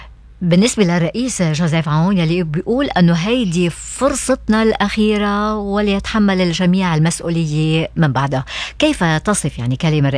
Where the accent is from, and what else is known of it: Lebanon